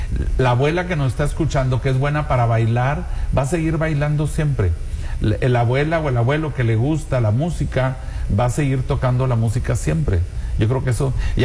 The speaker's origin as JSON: {"language": "Spanish", "country": "Mexico"}